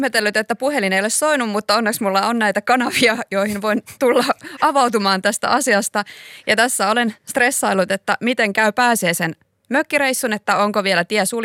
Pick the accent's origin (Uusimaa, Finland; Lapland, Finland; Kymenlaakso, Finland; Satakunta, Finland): Kymenlaakso, Finland; Kouvola; koska olen itse Kouvolasta ja minulla on mökki Luumäellä